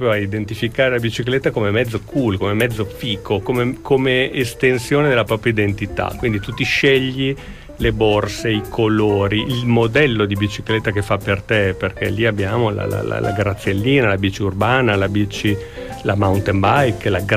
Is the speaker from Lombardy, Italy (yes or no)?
yes; Milan, Lombardy, Italy; moved away; also born or lived in Bologna